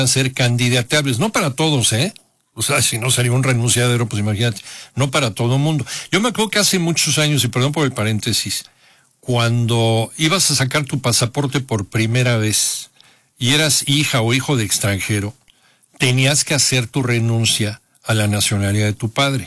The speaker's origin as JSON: {"language": "Spanish", "country": "Mexico", "said": "Para poder sacar tu pasaporte como mexicano. Ya hace mucho que eso ya no, ya no aplica. Pero a mí todavía me tocó, cuando cumplí 18 años, tuve que hacer la renuncia de la nacionalidad de mi padre."}